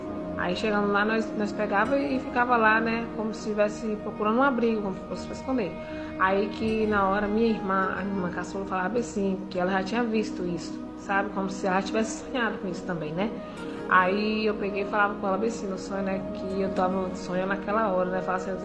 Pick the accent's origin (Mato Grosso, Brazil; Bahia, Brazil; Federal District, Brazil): Bahia, Brazil; Brumado; sou da cidade de Brumado, Bahia.